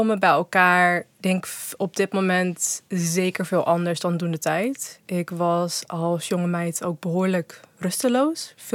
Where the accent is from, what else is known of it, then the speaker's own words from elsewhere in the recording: South Africa; ik ben Zuid-Afrikaans en ik ben Nederlanders